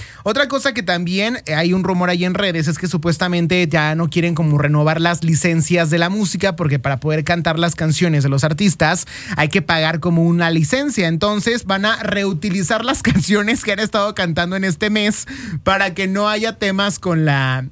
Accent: Mexico; nuestro país

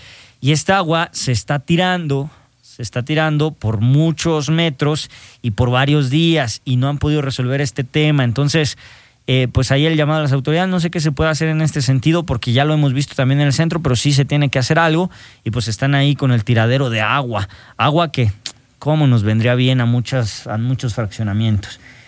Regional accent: Ojuelos, Jalisco, Mexico; now in Aguascalientes, Mexico; a mi natal Ojuelos, Jalisco

